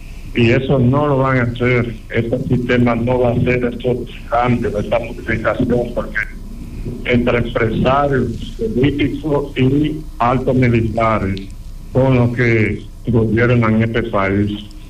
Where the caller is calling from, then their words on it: Cotuí, Sánchez Ramírez, Dominican Republic; de Cotuí.